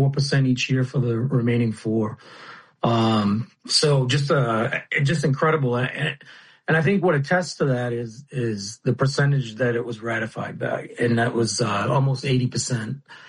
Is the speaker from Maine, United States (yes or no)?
yes; Bath, Maine, United States; And I guess maybe because I'm from Bath, Maine, I'm a little partial to that.